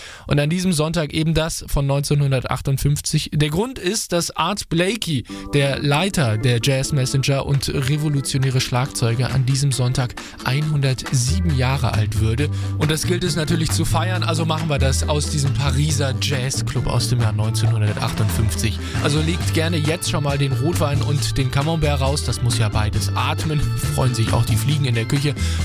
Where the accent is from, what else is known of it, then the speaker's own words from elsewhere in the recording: Rhineland, Germany; born there; weil mir als gebürtiger Rheinländer der Genitiv manchmal nicht so leicht fällt.